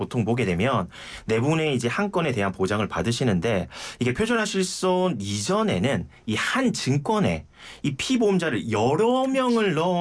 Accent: Geoje, South Gyeongsang, South Korea; moved away; 제 고향인 거제도도 갈 수 있습니다.

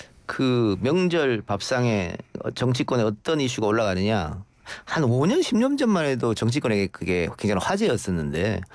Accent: Andong, North Gyeongsang, South Korea; moved away; 제가 이제 시골이 안동인데

